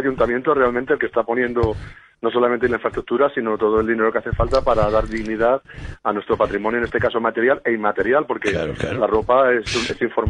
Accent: Arenas de San Pedro, Castile and León, Spain; Yo diría que somos veratos enteros. Sí, ya lo creo. Somos el extremo de Castilla, es como la zona norte de León, que no sabes si estás en Asturias o en León, o la zona norte de Burgos, una zona de frontera que lejos de dividirnos nos une a otras comunidades.

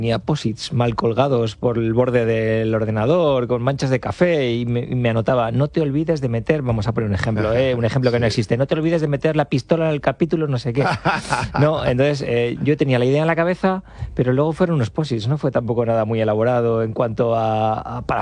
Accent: La Rioja, Spain; also born or lived in Zaragoza; now in San Sebastián, Spain; Soy riojano, trabajaba, ejercía en Zaragoza, pero llevo 5 años en San Sebastián. Y sí, es un pueblo.

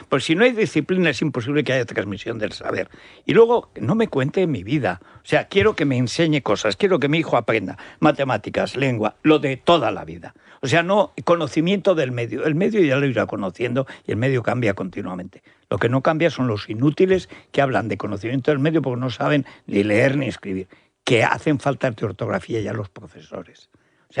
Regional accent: Teruel, Aragon, Spain; moved away; also born or lived in Barcelona; yo he estudiado en la enseñanza pública con becas, de un pueblo, una familia pobre, en un pueblo perdido, en la montaña de Teruel. El nivel de la enseñanza pública en mi pueblo, en Teruel, estoy hablando de los años 60

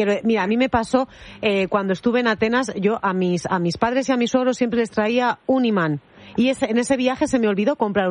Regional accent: El Espinar, Castile and León, Spain; en mi pueblo, en el Espinar, se dispara la población ahora en verano.

